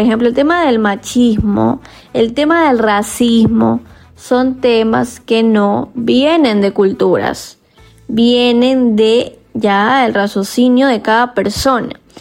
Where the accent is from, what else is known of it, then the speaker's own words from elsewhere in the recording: Ecuador; Estamos aquí en Ecuador, somos ecuatorianos